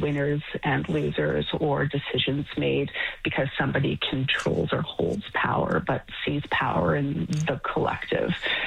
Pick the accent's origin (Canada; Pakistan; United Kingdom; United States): Canada; British Columbia